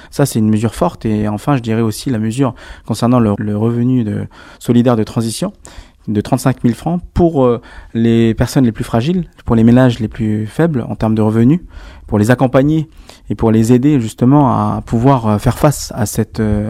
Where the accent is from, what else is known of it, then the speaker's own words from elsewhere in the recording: Nouméa, South Province, New Caledonia; dans les quartiers nord de Nouméa, là où j'ai grandi.